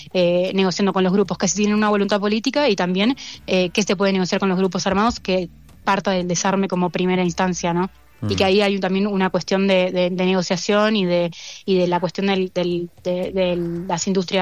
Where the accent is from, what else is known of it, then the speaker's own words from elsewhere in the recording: Argentina; Nosotros en Argentina vivimos entre cemento, muy alejados de todo lo que tiene que ver con el entorno ambiental, incluso aunque tenemos un país como muy biodiverso